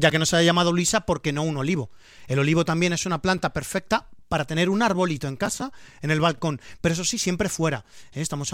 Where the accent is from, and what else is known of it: Valencian Community, Spain